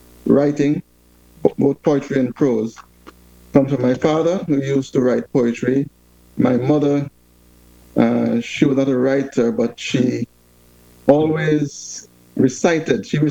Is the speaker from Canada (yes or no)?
no; Barnes Hill, Antigua & Barbuda; I was born right in Barnes Hill. Nurse Grant delivered me right at home in my mother's house.